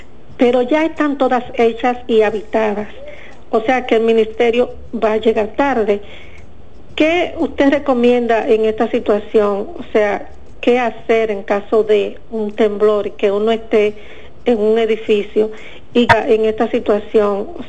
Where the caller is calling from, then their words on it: Santiago de los Caballeros, Santiago, Dominican Republic; Soy de Santiago